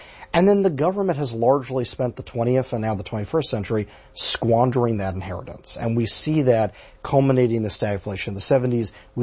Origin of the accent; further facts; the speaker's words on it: Orlando, Florida, United States; Yeah, first of all, I'm from Orlando, so I always appreciate a caller from there as well.